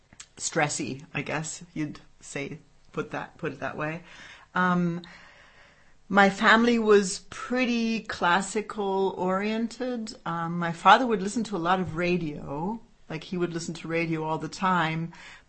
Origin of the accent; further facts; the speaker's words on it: Tacoma, Washington, United States; born there; also born or lived in Colorado / Chicago / Germany; Well, I was born in Tacoma, but I was only there for 3 months because my father was in the military, so we would move around all the time. After Tacoma, we went to Colorado and then to Chicago and Washington, D.C. and so forth.